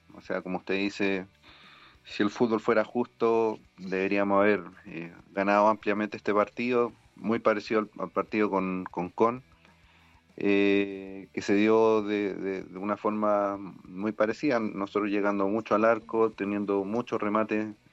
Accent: Puerto Montt, Los Lagos, Chile; yo soy de Puerto Montt, jugué en Deportes Puerto Montt

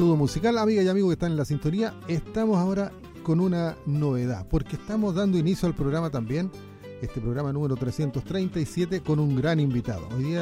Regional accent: Esmeralda, Santiago Metropolitan Region, Chile; born there; Yo siempre he dicho colinano porque en la comuna, pero yo soy nacido en Esmeralda también.

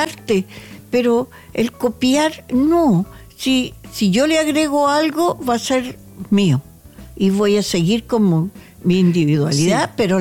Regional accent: Chile; Pero así somos los chilenos, tú sabes.

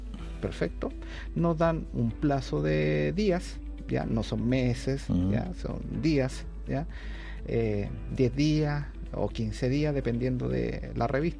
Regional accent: Chile; Generalmente, por ejemplo, si yo vengo de Chile, ¿no es cierto?, el otro par revisor lo más probable que sea de Asia.

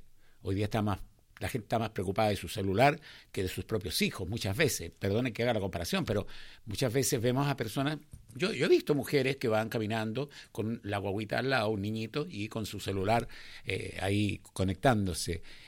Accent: Chile; todos somos chilenos, bueno, sí, la mayoría somos todos chilenos

